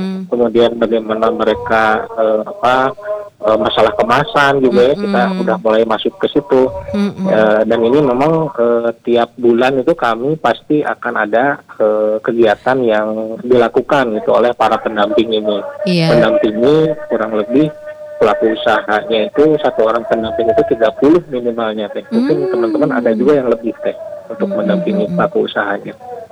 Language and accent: Indonesian; Bandung, West Java, Indonesia; Kadang-kadang kita orang Bandung yang sendiri malah ketinggalan gitu